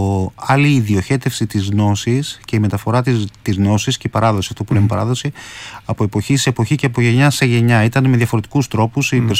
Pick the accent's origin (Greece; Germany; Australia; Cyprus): Greece; Tinos, South Aegean; also born or lived in Athens; Γεννήθηκα στην Αθήνα. Τα περισσότερα παιδικά μου χρόνια ήμουνα στην Τίνο, από όπου είναι και η καταγωγή μου.